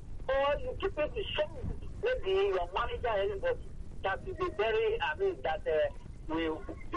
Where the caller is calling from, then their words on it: Abaranje, Ikotun, Lagos, Nigeria; I'm calling from Abaranje, Nikoso.